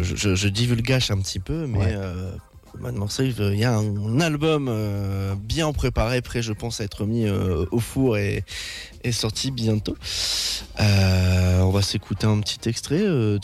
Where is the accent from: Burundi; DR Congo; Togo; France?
France; Arras, Hauts-de-France; Vous n'avez pas envie de jouer à Lille? Vous descendez chez nous à Arras?